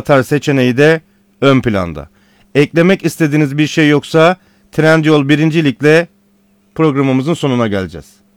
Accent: Sivas, Turkey; Batman Petrolspor memleketim Sivas Spor'la oynayacak bugün.

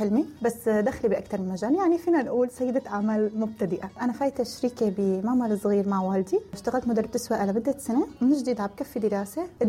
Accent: Aleppo, Aleppo Governorate, Syria; moved away as an adult; also born or lived in Dubai; now in Gaziantep, Turkey; من حلب، مقيمة بعنتاب. جيت على تركيا بال 2013، بعدين سافرت على دبي بال 2014، ورجعت من الإمارات تقريبا بال 2019. صار لي مقيمة هون بتركيا شي 7 سنين تقريبا

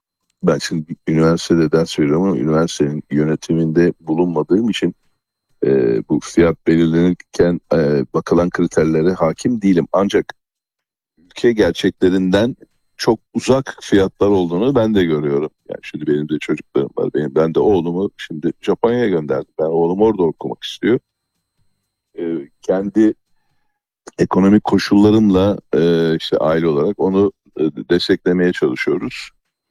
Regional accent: Gaziantep, Turkey; now in Istanbul, Turkey; Emre ben çocukken ben Antepliyim. Antep'te büyüdüm. Bizde erkek çocuklar okul tatillerinde mutlaka çalışırlardı.

